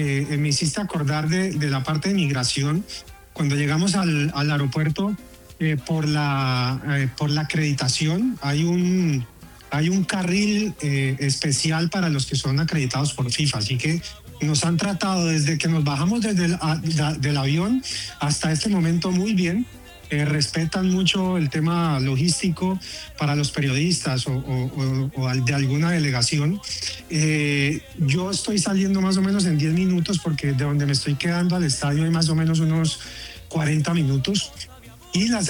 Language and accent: Spanish; Valle del Cauca, Colombia; Me hace acordar a los alrededores que tenemos nosotros en el Valle del Cauca.